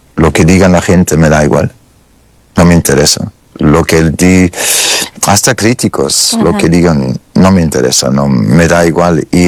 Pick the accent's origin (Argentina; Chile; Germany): Germany; first language German; Spanish is a second language; Cuando yo nací en Alemania, hablo perfectamente alemán. Es mi idioma maternal. Cuando estaba en Alemania, era pequeño